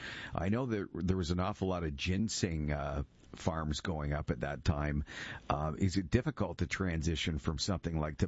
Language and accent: English; Brantford, Ontario, Canada; I'm from the area. I'm from Brantford, Ontario, originally.